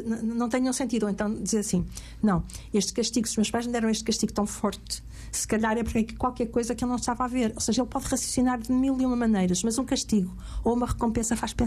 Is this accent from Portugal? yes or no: yes; Aveiro, Centro, Portugal; Da zona de Aveiro, em que eu vivi propriamente. Eu digo sempre que não sou das grandes avenidas, eu sou do Sal, da Ria do Sal, da Ria que entra sem cerimónia, não é?